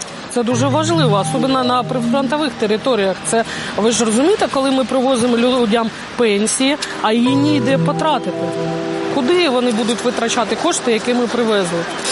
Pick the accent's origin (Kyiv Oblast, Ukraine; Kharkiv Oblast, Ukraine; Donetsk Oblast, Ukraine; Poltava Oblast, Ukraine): Donetsk Oblast, Ukraine; Bakhmut; moved away as an adult; Я з Бахмуту.